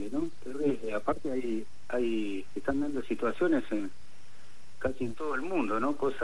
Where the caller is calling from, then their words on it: Lanús, Buenos Aires Province, Argentina; De Lanús.